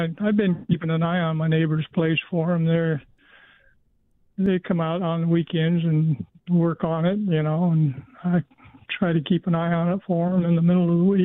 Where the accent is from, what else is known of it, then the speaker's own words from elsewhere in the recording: California, United States; You know, when I grew up in California, we carried our 22 pistols in our holster into the grocery store.